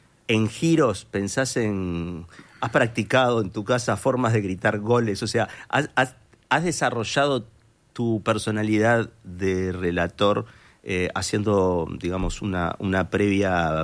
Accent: Montevideo, Uruguay; que me mudé a Sayago

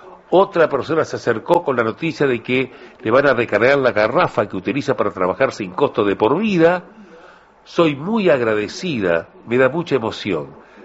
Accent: Uruguay; Pese a todos los problemas que tenemos los uruguayos

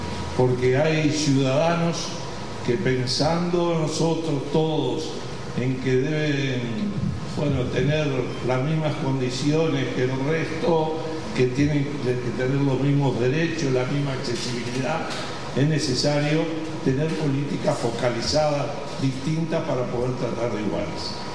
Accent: Carmelo, Colonia, Uruguay

